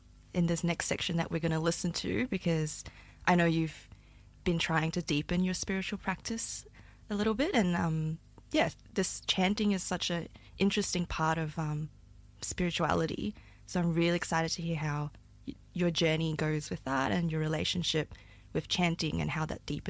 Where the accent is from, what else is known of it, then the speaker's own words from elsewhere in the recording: Malaysia; these Buddhist chants, are something I grew up with in Malaysia. It's in the background when I go visit my relatives' home.